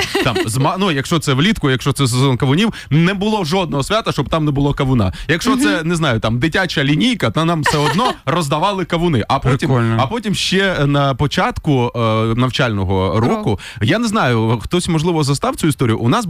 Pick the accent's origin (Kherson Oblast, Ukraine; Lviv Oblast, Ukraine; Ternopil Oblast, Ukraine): Kherson Oblast, Ukraine; Kherson; moved away; я ж з Херсону взагалі родом.